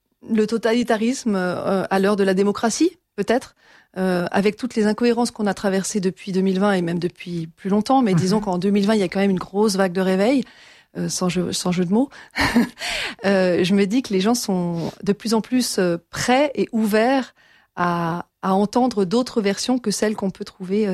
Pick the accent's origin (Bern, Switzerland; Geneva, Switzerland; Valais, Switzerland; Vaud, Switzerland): Geneva, Switzerland; born there; moi je suis née à Genève, j'y habite, c'est le canton des organisations internationales